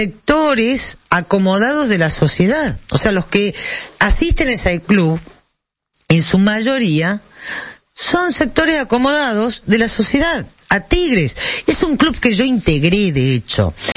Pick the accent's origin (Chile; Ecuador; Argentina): Argentina; Yo me siento muy, muy argentina.